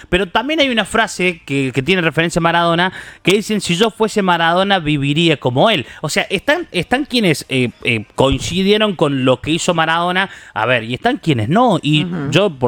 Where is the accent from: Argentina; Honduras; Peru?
Argentina; qué suerte la nuestra como argentinos